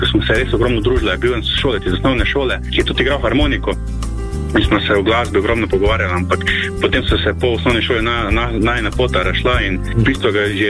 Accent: Kovača vas, Drava, Slovenia; odraščal sem v Kovači vasi, to je v bistvu minuto iz Slovenske Bistrice. Doma mi imamo še v bistvu kmetijo in ogromno časa sem preživel v naravi, ob hišnih in pač kmečkih opravilih.

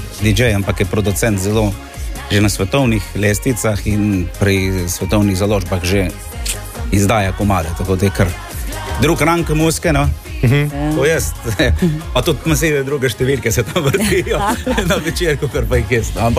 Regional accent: Koroška, Slovenia; sem Korošci

